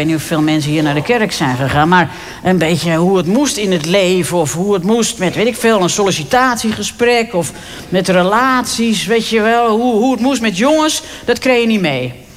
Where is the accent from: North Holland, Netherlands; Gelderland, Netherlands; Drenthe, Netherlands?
North Holland, Netherlands; Haarlem; Het was weliswaar de wilde jaren 60 dat ik ben geboren. Maar dat was bij ons in Haarlem-Noord kennelijk nog niet helemaal doorgedrongen.